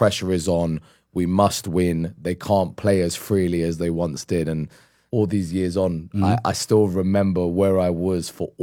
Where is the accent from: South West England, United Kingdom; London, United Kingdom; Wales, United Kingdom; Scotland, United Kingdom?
London, United Kingdom; Being Pakistani British, and actually going further than that, I consider myself more a Pakistani Londoner rather than the British thing